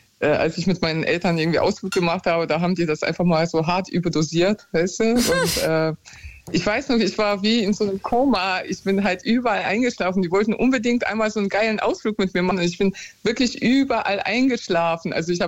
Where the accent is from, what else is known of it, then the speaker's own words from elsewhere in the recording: Hamburg, Germany; Im Radio, ich komme ja aus Hamburg, ich höre das Radio normalerweise nicht.